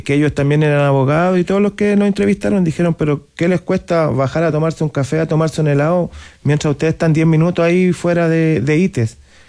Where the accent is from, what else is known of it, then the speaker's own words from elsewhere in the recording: Chile; si fuera por la gente de acá, ustedes no estarían en el país. O sea, como diciendo que incluso no somos chilenos.